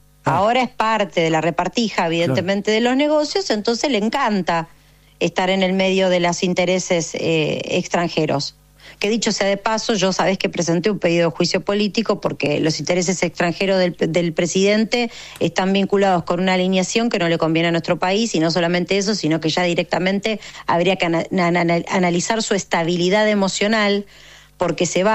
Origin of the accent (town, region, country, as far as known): Argentina